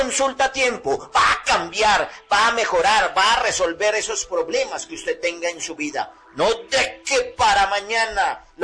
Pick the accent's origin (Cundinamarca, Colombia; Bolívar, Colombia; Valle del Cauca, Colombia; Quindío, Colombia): Quindío, Colombia; Pijao; Soy de aquí de Pijao.